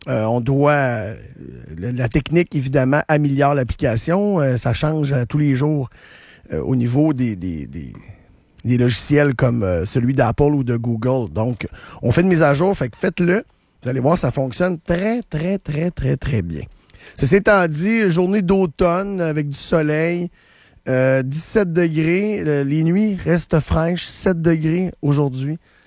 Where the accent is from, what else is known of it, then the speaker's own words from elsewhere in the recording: Quebec, Canada; je suis allé exercer mon droit de vote hier dans mon comté, je suis de la Chaudière.